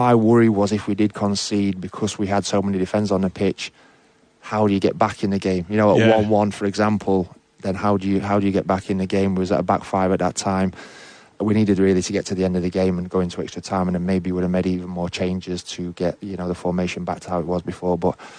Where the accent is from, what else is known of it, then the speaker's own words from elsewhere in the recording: Sheffield, Yorkshire and the Humber, United Kingdom; No, I'm a Yorkshireman.